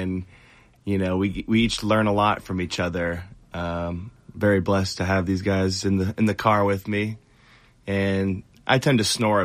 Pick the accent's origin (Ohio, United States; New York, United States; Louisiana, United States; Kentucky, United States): Ohio, United States; Columbus; we're just from Columbus